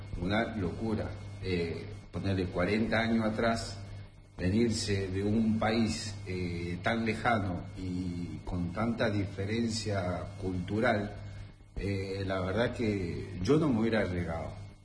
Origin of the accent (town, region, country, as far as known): Argentina; born there; also born or lived in Korea